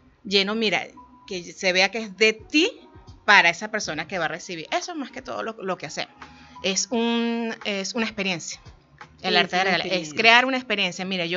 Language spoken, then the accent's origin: Spanish; Venezuela; moved away as an adult; also born or lived in Colombia; Yo estuve un año fuera de Colombia. y allá buscando qué hacer, como todos venezolanos que estamos afuera.